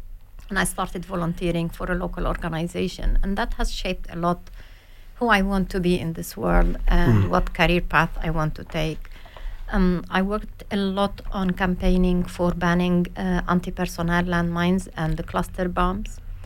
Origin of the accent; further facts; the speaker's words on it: Lebanon; moved away; I was born in Lebanon in the middle of the civil war.